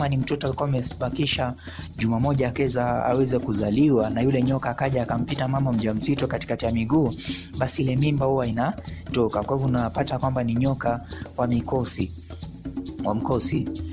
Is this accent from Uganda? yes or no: no; Vihiga County, Kenya; Swahili is a second language; kutokea magharibi ya Kenya ambako nakozaliwa, jimbo la Vihiga.